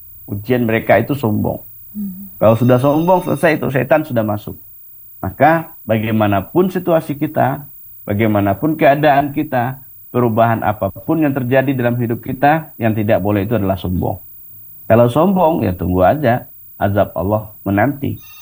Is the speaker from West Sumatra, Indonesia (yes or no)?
yes; West Sumatra, Indonesia; melemahkan bagaimana karakter kita orang Minangkabau juga.